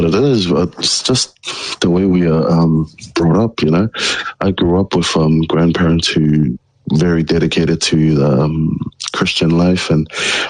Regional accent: New Zealand; being a New Zealander

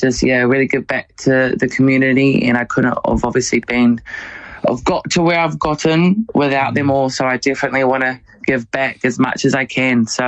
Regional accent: Gisborne, New Zealand; moved away; Yeah, I'm so proud to come from Tarawhiti and my growing up in Gizzy, it was a simple life. Went to Whangapapa, Gizin and Girls High, did pretty much all the sports the schools had to offer. I was such a sporty kid

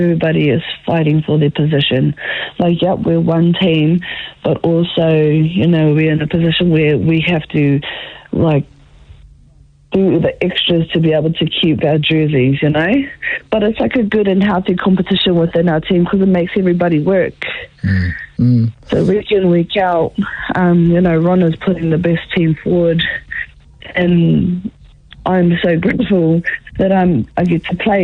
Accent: Hamilton, Waikato, New Zealand; to debut as a warrior in my hometown.

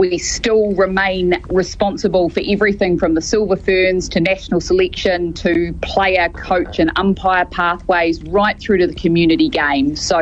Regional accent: West Auckland, Auckland, New Zealand; So I grew up out in West Auckland.

